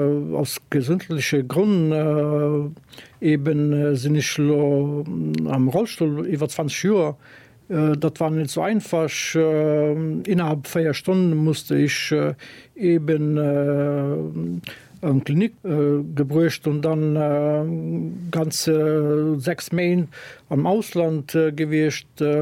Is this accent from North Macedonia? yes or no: yes; Tetovo, Polog, North Macedonia; born there; German is a second language; Ich komme aus Westens Mazedonien. Ich war gebürtig zu Tetovo.